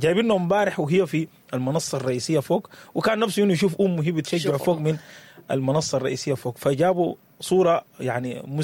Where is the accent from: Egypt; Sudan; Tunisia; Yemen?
Sudan; عندنا كسودانيين